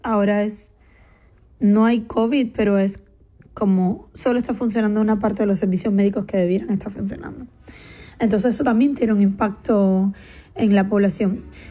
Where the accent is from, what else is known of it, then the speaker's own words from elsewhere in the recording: Cuba; soy una periodista cubana